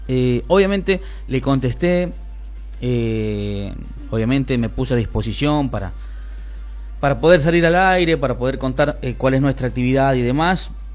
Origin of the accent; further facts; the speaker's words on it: Tucumán, Argentina; nosotros somos tucumanos, del sur de la provincia